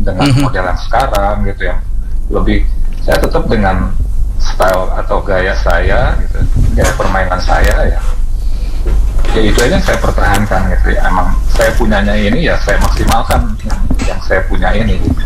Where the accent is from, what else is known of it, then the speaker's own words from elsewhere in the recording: Ambon, Maluku, Indonesia; now in Bogor, Indonesia; Saya tuh orang Ambon tapi tinggal di Bogor, jadi ngomongnya Sunda.